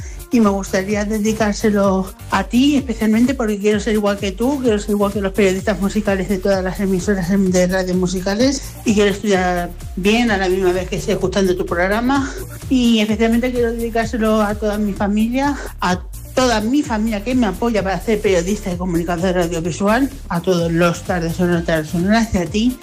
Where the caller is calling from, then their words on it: Almagro, Castilla-La Mancha, Spain; Hola Pedro Ángel … de Almagro Ciudad Real.